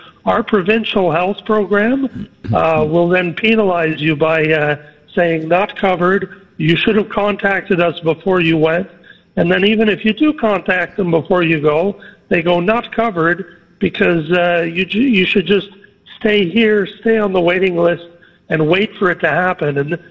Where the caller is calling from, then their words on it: Canada; I'm Canadian. I'm on this side of the border.